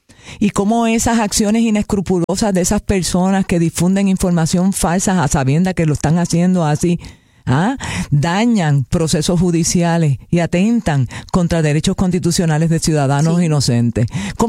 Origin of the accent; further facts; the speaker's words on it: Puerto Rico; eso me enorgullece como puertorriqueña.